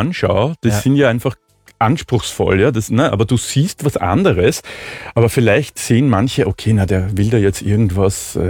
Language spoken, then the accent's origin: German; Vienna, Austria; Als Wiener natürlich immer eine Weltreise.